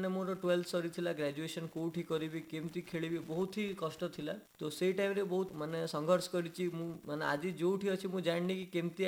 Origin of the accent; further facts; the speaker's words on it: Bhawanipatna, Odisha, India; ମୋ ଗାଁ ହେଉଛି ବ୍ରାହ୍ମଣଛିଣ୍ଡିଆ, ଭବାନୀପାଟଣାରେ ବଢ଼ିଛି